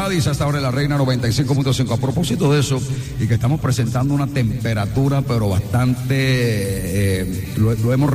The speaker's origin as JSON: {"language": "Spanish", "region": "Caribbean coast", "country": "Colombia", "said": "nosotros como costeños"}